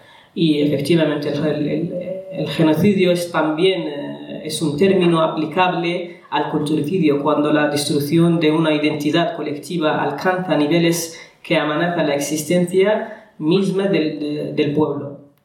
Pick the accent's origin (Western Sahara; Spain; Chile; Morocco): Western Sahara; Como saharauis usamos todos los ámbitos legales para defender la causa saharaui